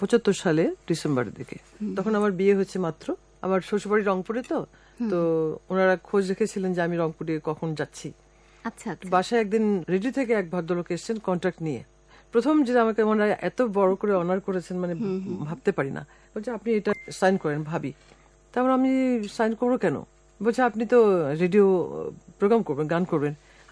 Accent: Bogura district, Rajshahi Division, Bangladesh; নানা সবার দেশ বগুড়া। তৎকালীন বগুড়ার মহকুমা ছিল জয়পুরহাট, যেটা এখন জেলা। আমাদের বাড়ি ওখানে, জন্ম হয়েছে আমার বগুড়া জেলায়। আব্বার চাকরির সুবাদে ওখানে থাকা, তো ওখানে আমার বড় হওয়া আর কি।

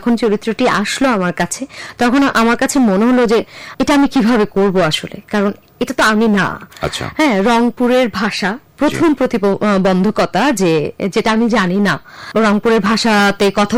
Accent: Jamalpur, Mymensingh Division, Bangladesh; moved away as an adult; also born or lived in Bakshiganj, Jamalpur District; now in Dhaka, Bangladesh; কিন্তু আমার পুরোটাই বেড়ে ওঠা জামালপুর শহরে। জামালপুরেই আমি পড়াশোনা করেছি, এসএসসি, এইচএসসি ওখানেও। পরবর্তীতে আমি জাহাঙ্গীরনগর ইউনিভার্সিটিতে এসে ভর্তি হই, ঢাকাতে চলে আসি।

